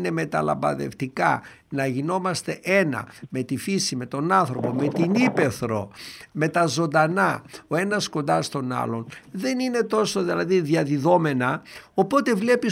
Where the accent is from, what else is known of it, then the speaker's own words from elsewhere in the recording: Doirani, Central Macedonia, Greece; moved away; εκεί στο χωριό μου στη Δοϊράνη